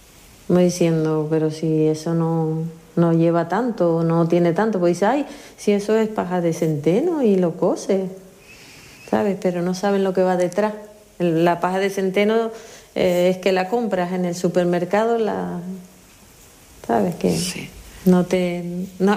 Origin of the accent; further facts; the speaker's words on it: Icod de los Vinos, Canary Islands, Spain; veo la diferencia del ayuntamiento de La Guancha al ayuntamiento de Hico de los Vinos, de donde soy yo, el poco apoyo.